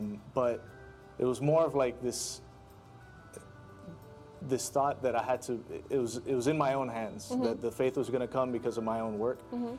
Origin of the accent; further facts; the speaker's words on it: Miami, Florida, United States; also born or lived in Georgia / Alabama; we moved here pretty early on. So for the majority of my life, I went to school here in Miami, Catholic school from like first grade all the way through high school.